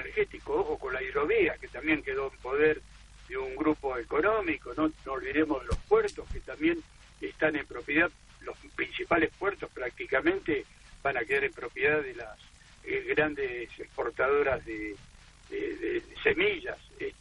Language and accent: Spanish; Argentina